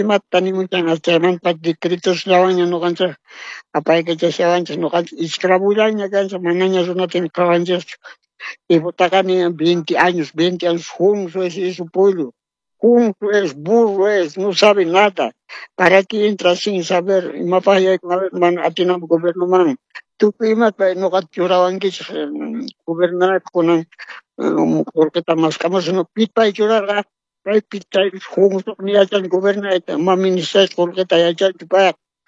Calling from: Cochabamba, Bolivia; Cuchabamba … Tiquipa, estoy llamando

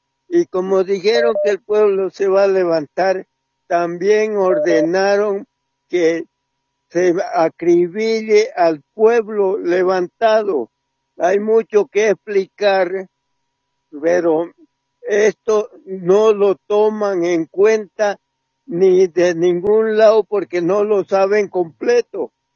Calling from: Cochabamba, Bolivia; Buenas tardes, de Cochabamba.

